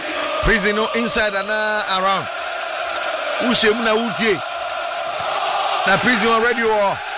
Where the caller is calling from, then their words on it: Koforidua, Eastern Region, Ghana; See, I'm listening from Koforidia.